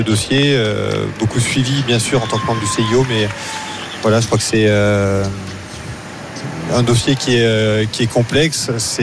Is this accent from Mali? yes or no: no; Pyrenees, France; now in Haute-Savoie, France; je suis originaire des Pyrénées, donc ne va pas dire sur mes terres, sinon je vais me fâcher.